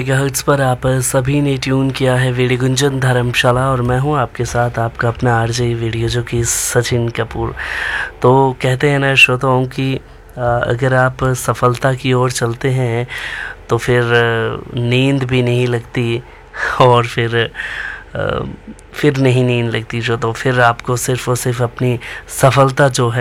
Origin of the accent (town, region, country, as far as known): Himachal Pradesh, India